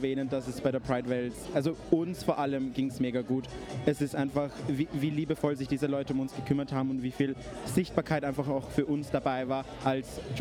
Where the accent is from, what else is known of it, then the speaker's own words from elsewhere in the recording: Lower Austria, Austria; now in Linz, Austria; Tatsächlich aus Niederösterreich